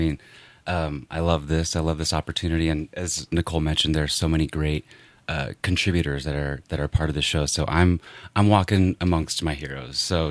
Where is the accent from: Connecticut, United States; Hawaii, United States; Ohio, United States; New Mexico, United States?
New Mexico, United States; Los Lunas; also born or lived in Albuquerque, New Mexico / Oakland, California; Yeah, I mean, I grew up in Los Lunas and spent my whole life, I went to UNM and, between Los Lunas and Albuquerque and, New Mexico's home. And I split my time now between, I went out to school into California. So I split my time between Oakland and Los Lunas mostly, but Los Lunas is home.